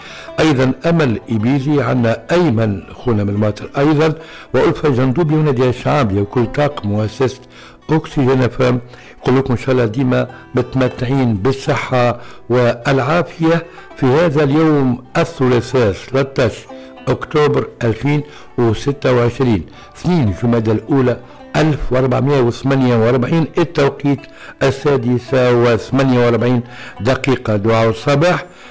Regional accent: Tunisia; بلادنا تونس الحبيبة

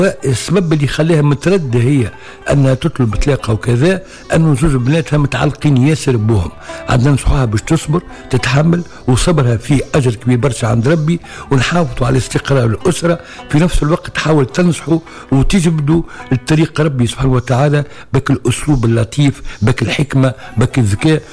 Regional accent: Tunisia; ونقول ربي يحفظ بلادنا تونس الحبيبة

